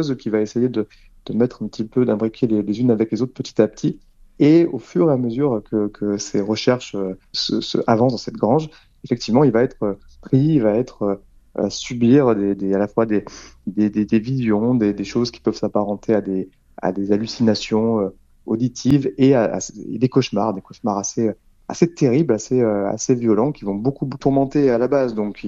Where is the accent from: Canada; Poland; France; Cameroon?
France; Nouvelle-Aquitaine; j'ai grandi dans la Creuse